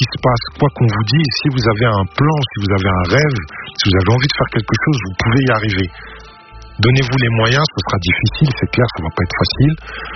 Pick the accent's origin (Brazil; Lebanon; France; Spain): France; Aulnay-sous-Bois, Île-de-France; also born or lived in London; j'ai grandi dans un quartier, j'ai grandi à Aulnay-sous-Bois, aux Emmaüs. Donc, big up à l'endroit où j'ai grandi.